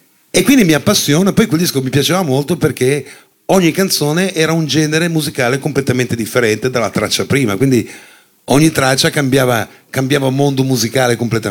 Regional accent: Genoa, Liguria, Italy; born there; sono nato a Genova.

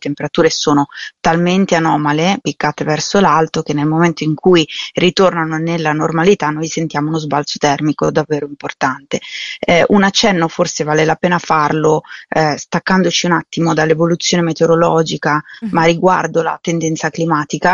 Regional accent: Milan, Lombardy, Italy; io per esempio sono di Milano

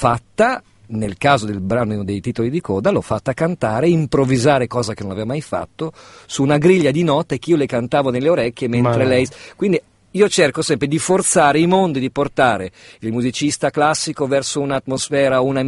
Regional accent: Udine, Friuli-Venezia Giulia, Italy; born there; No, sono nato all'est, sono nato a Udine.

